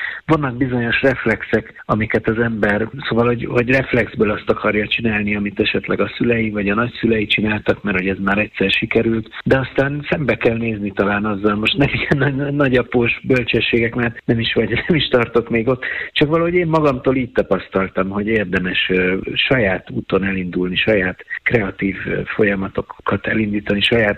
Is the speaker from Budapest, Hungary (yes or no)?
yes; Budapest, Hungary; born there; Valahogy ott nőttem föl félig meddig édesanyám révén